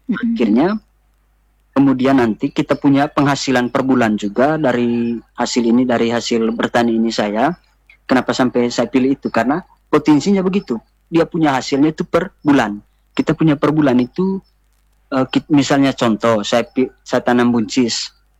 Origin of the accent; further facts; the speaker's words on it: East Nusa Tenggara, Indonesia; Kalau dari Manggarai Timur sendiri, rata-rata yang di kampung saya ya, di Manggarai Timur di kampung saya itu rata-rata ke Kalimantan, kerja di kebun sawit.